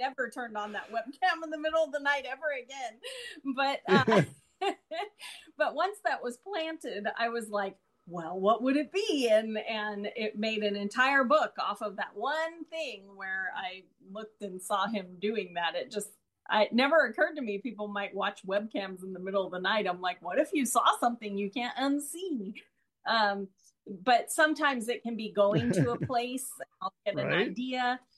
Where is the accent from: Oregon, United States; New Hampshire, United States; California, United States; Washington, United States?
California, United States; San Diego; moved away; I was from San Diego. I lived in San Diego